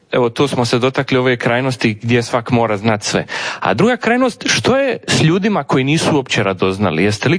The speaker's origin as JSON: {"language": "Croatian", "region": "Dalmatia", "country": "Croatia"}